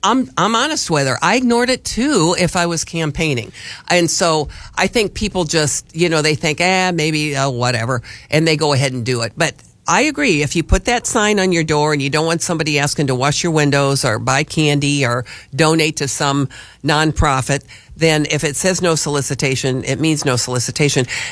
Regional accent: Wood River, Illinois, United States; moved away; I grew up in Wood River, Illinois, which is right there along where the Mississippi River is, and the Missouri River too.

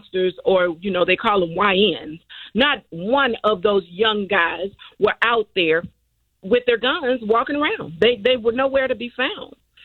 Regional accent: Indianola, Mississippi, United States; Indianola, Mississippi.

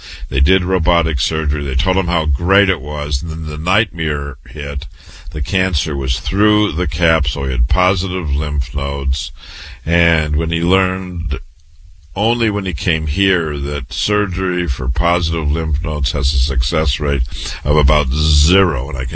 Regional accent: Waterloo, Iowa, United States; I was born and raised in Waterloo, Iowa. I went to public school, university, MD at 25, real medical doctor.

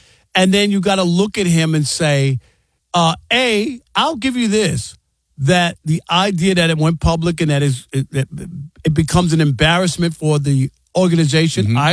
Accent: New York, United States; now in Texas, United States; I grew up in New York, and I heard people, play-by-play people, talk about bad plays.

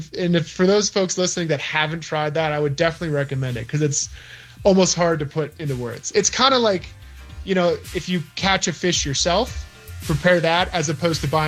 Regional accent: Virginia, United States; moved away; I'm originally from Virginia

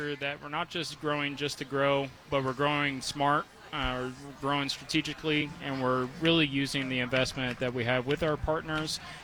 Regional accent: Camby, Indiana, United States; I grew up actually in Canby, Indiana, so just outside of the county limits in Marion County, but I went to Decatur Central High School.

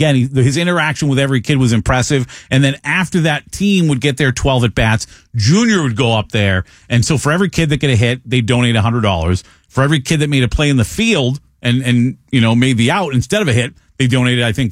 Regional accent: Wareham, Massachusetts, United States; and which I grew up in Wareham, Massachusetts.

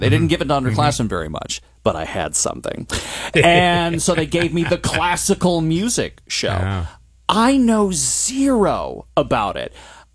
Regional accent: Binghamton, New York, United States; my hometown of Binghamton, New York

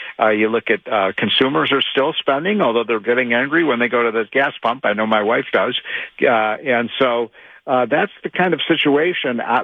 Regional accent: Chicago, Illinois, United States; I remember when I was a kid in my, 16 years old, growing up in Chicago, and we'd get up in the February morning and be 5 degrees

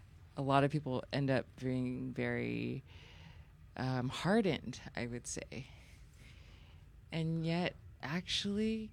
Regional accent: Texas, United States; I am Taiwanese, but I grew up in Texas.

